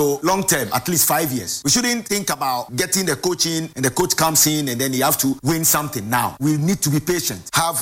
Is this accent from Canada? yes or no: no; Ghana; I'm a Ghanaian and I would love to hear that call ringing.